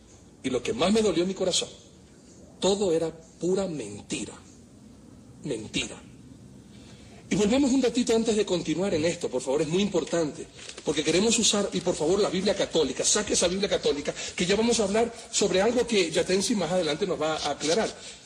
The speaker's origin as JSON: {"language": "Spanish", "town": "Guayaquil", "region": "Guayas", "country": "Ecuador", "tie": "born or raised there", "said": "yo mismo fui criado en el Colegio Cristóbal Colón de Guayaquil, Colegio Salesiano"}